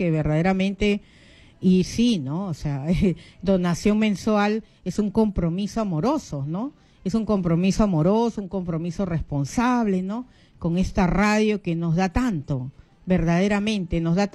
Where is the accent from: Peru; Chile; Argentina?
Peru; Qué lindo, Piura, Catacaos, hermoso, hermoso nuestro Perú.